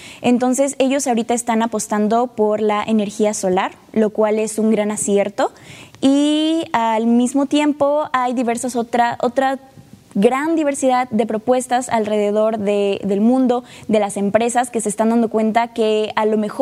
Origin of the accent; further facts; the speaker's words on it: Tantoyuca, Veracruz, Mexico; Tantoyuca, mi pueblo, es muy diferente a la ciudad.